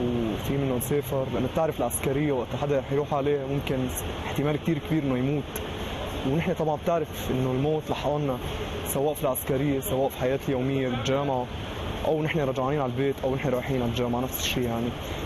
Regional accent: Aleppo, Aleppo Governorate, Syria; من حلب، عمري 21 سنة، بدرس ادب انجليزي سنة ثالثة

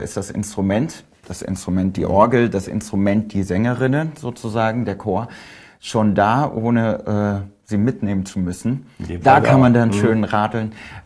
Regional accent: North Rhine-Westphalia, Germany; Ich komme aus Westfalen, habe dort immer schon, wie es viele kennen, Klavier gespielt

